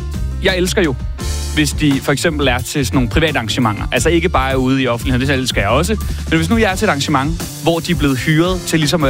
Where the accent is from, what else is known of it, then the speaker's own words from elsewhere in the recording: Køge, Zealand, Denmark; jeg er fra provinsen. Jeg er fra Køge.